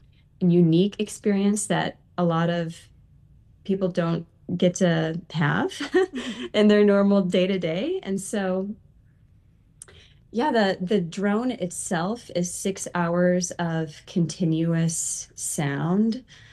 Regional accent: St. Louis, Missouri, United States; also born or lived in Nashville, United States; I grew up in St. Louis, and then I moved to Nashville in 2012. And then in July, me and my partner bought a house here in St. Louis.

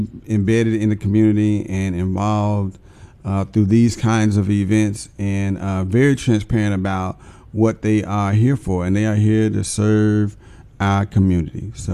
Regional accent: Memphis, Tennessee, United States; I'm from the Haven

